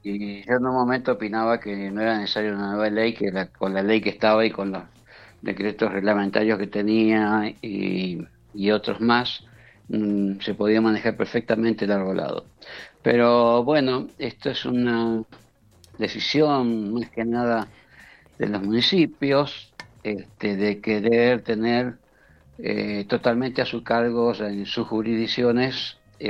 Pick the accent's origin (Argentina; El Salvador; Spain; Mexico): Argentina; Godoy Cruz, Mendoza; como yo soy de Godoy Cruz, o sea, a la dirección, a Forestación de Godoy Cruz.